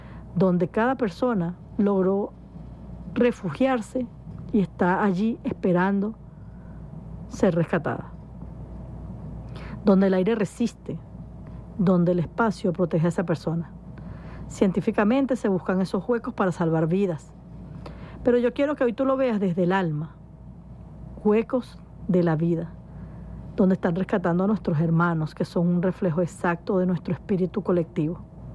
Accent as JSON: {"language": "Spanish", "country": "Venezuela", "said": "Seguimos adelante, seguimos avanzando y siempre como venezolanos estamos buscando la forma de arreglarlo."}